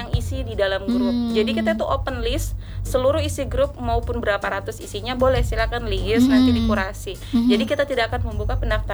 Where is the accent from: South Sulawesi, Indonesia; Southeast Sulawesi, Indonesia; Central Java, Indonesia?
Southeast Sulawesi, Indonesia; Pohara; saya asli Pohara